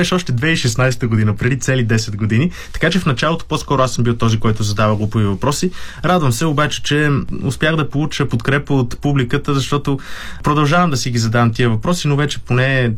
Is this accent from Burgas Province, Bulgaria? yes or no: no; Sofia, Sofia City, Bulgaria; аз съм от София, целият ми живот е прекаран тук, обаче се оказа, че нищо не знам.